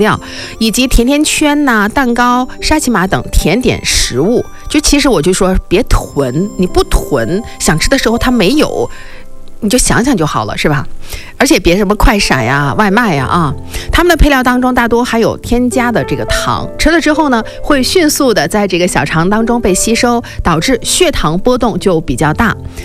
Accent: China

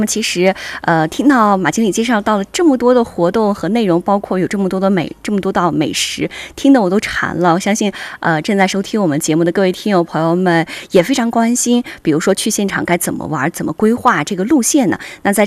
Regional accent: Xinjiang, China; 一起来品尝这份属于我们新疆人独有的幸福味道。

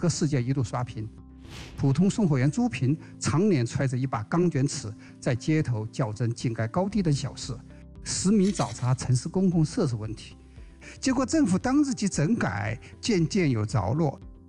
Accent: China; 我们中国人

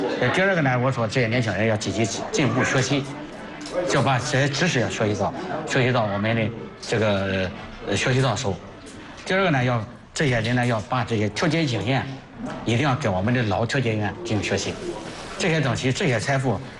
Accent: China; 我们中国人的智慧是了不起的

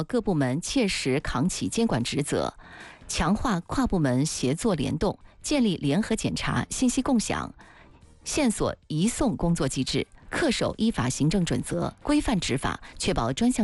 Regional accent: Anhui, China; 咱们安徽人

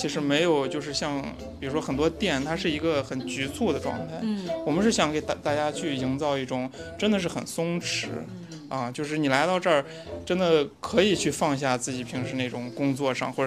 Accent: Xi'an, Shaanxi, China; 我是西安本地人，

